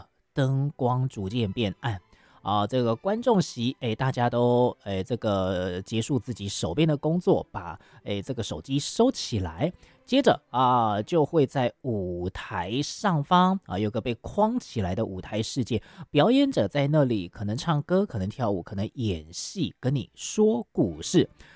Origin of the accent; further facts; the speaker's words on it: Taipei, Taiwan; 事实上呢，身为台北人的我我第一次得到有这个街头剧场活动的一个消息的时候也是好想要亲自到现场走入人群